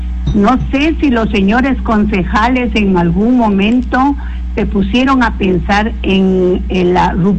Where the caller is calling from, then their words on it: Macas, Morona Santiago, Ecuador; Vivo en la ciudad de Macas durante 48 años. Le doy gracias a Dios de vivir aquí.